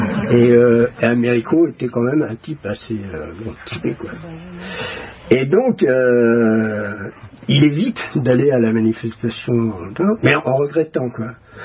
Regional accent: Paris, Île-de-France, France; born there; je suis né à Paris

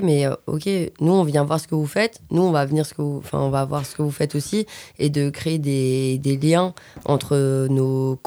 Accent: Belgium; moved away as an adult; now in France; moi, je viens de Belgique aussi.

